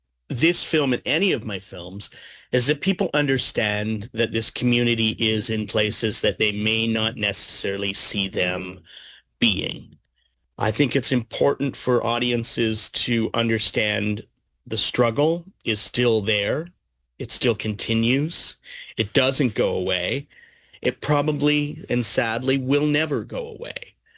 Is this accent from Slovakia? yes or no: no; Alberta, Canada; also born or lived in Oshawa; While I was born in Oshawa, I grew up in Alberta